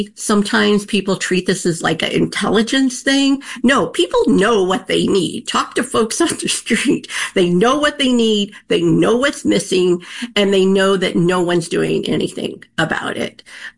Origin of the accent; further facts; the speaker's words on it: New York, United States; I'm not just saying this as a New Yorker